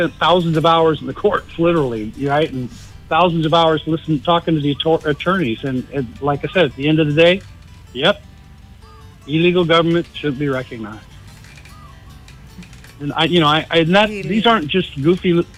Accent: Washington, United States; I'm a white boy in Washington, and I'm from Washington.

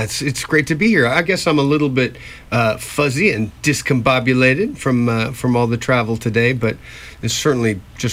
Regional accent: Texas, United States; I'm from Texas. I wasn't born there, but I lived most of my life

